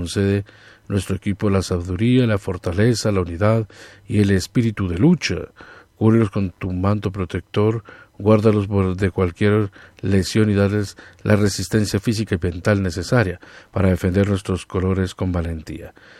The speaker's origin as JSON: {"language": "Spanish", "country": "Colombia"}